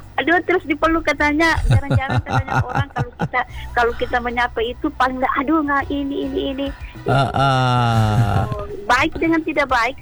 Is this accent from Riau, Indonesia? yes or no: no; Palu, Central Sulawesi, Indonesia; Bau-bau itu kalau kita dari Palu bilangnya ikan-ikan.